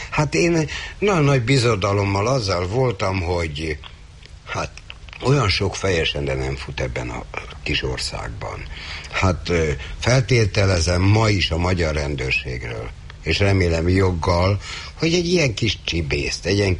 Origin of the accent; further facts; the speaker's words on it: Budapest, Hungary; nem csak azért, mert a Józsefvárosból jöttem